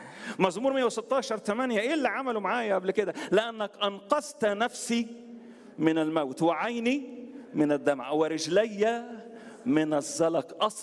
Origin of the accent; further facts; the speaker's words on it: Alexandria, Alexandria Governorate, Egypt; عندنا في اسكندريه في سيدي بش شارع الجامعي شارع الجامعي كنا احنا في شارع الشهيد. احنا شارع الشهيد ومش شارع الجامعيه،